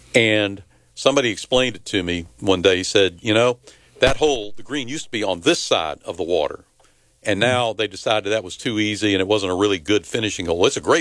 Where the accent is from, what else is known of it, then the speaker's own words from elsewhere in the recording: Orangeburg, South Carolina, United States; moved away; I grew up in Orangeburg